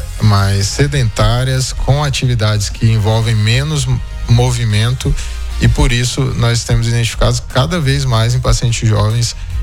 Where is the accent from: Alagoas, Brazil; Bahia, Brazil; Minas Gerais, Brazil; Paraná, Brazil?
Bahia, Brazil; Eu sou da Bahia, a gente falou isso da última vez, né? De uma região muito fria.